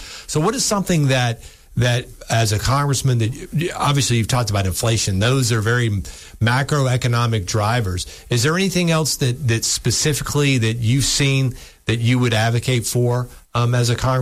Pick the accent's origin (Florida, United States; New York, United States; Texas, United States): Florida, United States; now in North Florida, United States; I've been in North Florida since 89. I grew up in South Florida.